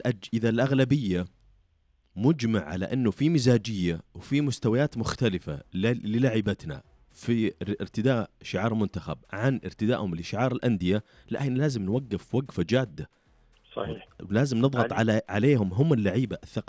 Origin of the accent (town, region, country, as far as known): Saudi Arabia